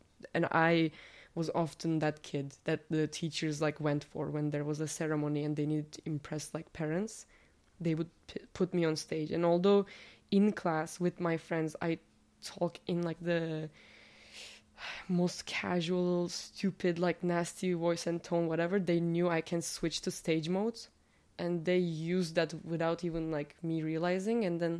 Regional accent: Bursa, Turkey; first language Turkish; English is a second language; I am from Bursa, Turkey.

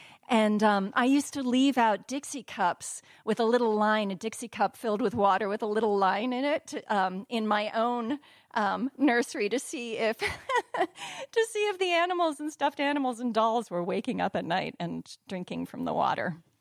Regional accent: Jordan; also born or lived in Egypt / Lebanon / Syria / Kuwait; So I was born in Egypt and grew up in Jordan, Lebanon, Syria, Kuwait, Saudi Arabia, Morocco, and Algeria.

